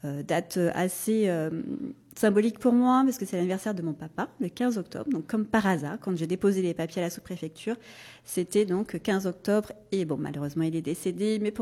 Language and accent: French; Saint-Joseph, Réunion, France; je suis originaire de Saint-Joseph. Je suis maman de deux enfants. Je suis enseignante. Donc, je travaille à Saint-Pierre.